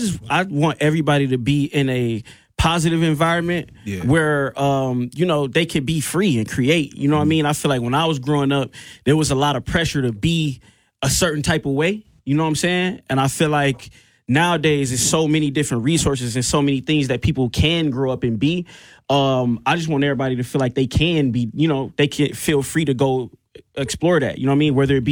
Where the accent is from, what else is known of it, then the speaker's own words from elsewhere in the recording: Milwaukee, Wisconsin, United States; moved away as an adult; also born or lived in Memphis; I grew up on the north side.